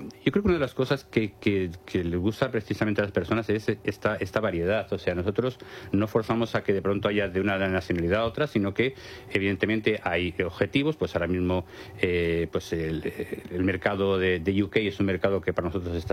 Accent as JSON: {"language": "Spanish", "town": "Madrid", "region": "Community of Madrid", "country": "Spain", "lives_now": "Alicante, Spain"}